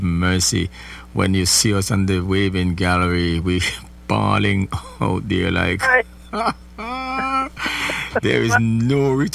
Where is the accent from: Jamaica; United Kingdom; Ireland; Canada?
Jamaica; now in United States; how many of us knew growing up in Jamaica, that's our native land, right, how many of us knew that we would be here in America